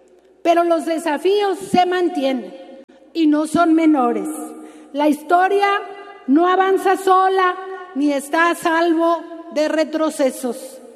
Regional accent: Mexico; Hoy más que nunca somos orgullosamente mexicanos.

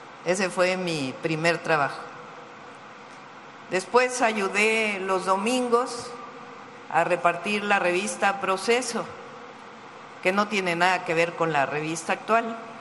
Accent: State of Mexico, Mexico; born there; yo soy de la Ciudad de México. Bueno, viví en el Estado de México de niña. Y luego, pero nací en la Ciudad de México.

